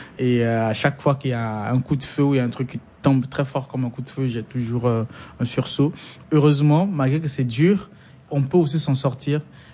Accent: Central African Republic; C'est en Centrafrique que j'ai grandi, c'est en Centrafrique que j'ai mes amis, c'est là que j'ai fait mes études.

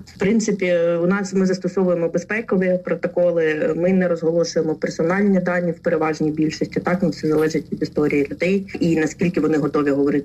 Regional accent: Makiivka, Donetsk Oblast, Ukraine; also born or lived in Mariupol; Родом з Донеччини, народилася я в місті Макіївка Донецької області, і, на жаль, з 14-го року моє місто окуповане росіянами.

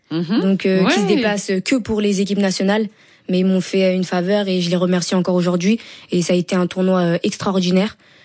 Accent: Senegal; J'ai commencé au Sénégal parce que je viens du Sénégal et je trouvais ça logique de commencer dans mon pays d'origine.

